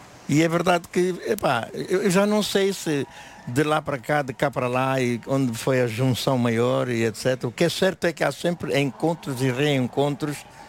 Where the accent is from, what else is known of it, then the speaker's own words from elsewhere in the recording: Angola; Não, representar a minha terra específica, Angola, do meu coração, né? Mas foi mais profundo, depois veio a África, do meu coração.